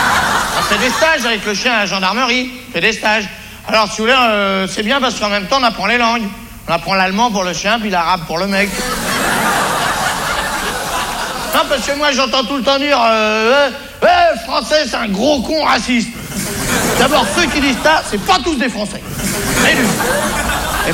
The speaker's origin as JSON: {"language": "French", "country": "France", "said": "Je suis content d'être français, moi, hein. D'abord parce que je suis français, et puis d'autre part, même bien content."}